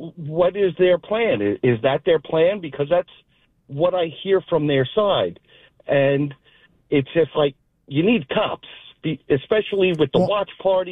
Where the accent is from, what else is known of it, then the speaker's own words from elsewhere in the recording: New York, United States; I grew up in New York. I still live in New York.